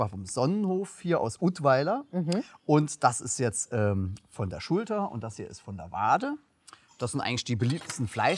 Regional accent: Saarland, Germany; als Saarländer darf man das sagen

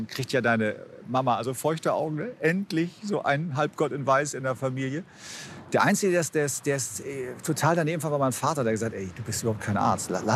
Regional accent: Bremen, Germany; now in Hamburg, Germany; Du darfst ja als Bremer dann hier nichts wegschmeißen, wenn du in Hamburg nicht gemeldet bist.

